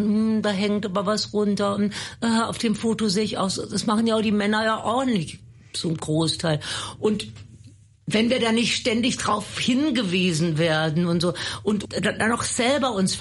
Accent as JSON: {"language": "German", "region": "Baden-Württemberg", "country": "Germany", "said": "Ja, ich bin am Heiligen Drei Königstag geboren. Es war in Baden-Württemberg immer ein Feiertag"}